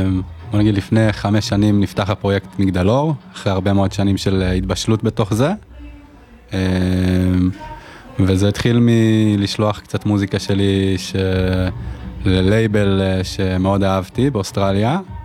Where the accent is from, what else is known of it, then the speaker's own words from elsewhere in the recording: Giv'at Ada, Haifa District, Israel; מאותה מושבה, גבעת עדה. גדלתי בגבעת עדה. כל הילדות, במושב חמוד, נעים. אז עוד היינו הולכים יחפים, היום זה כבר מדרכות